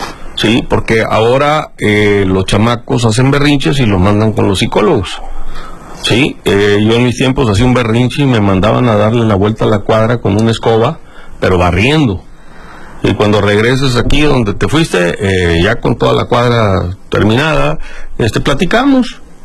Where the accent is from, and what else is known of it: Mexico